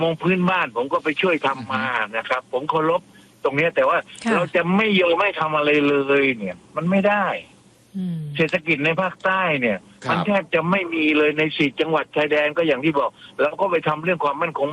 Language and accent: Thai; Southern Thailand, Thailand; ผมเนี่ยเป็นคนใต้คนตะลง